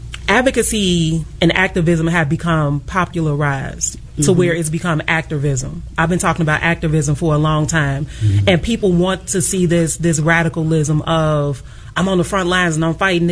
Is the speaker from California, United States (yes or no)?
yes; Inglewood, California, United States; I grew up in Inglewood, went to some of the best performing schools in the city, two-parent household, family, all the things.